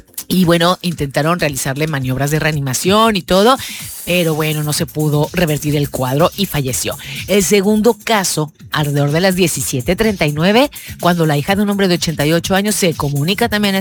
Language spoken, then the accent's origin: Spanish; Mexico; Qué buenos somos los mexicanos enclavados